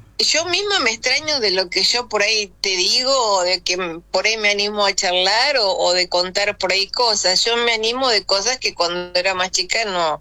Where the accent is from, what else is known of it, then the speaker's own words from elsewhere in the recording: Merlo, Buenos Aires Province, Argentina; Soy de Merlo. De acá del oeste.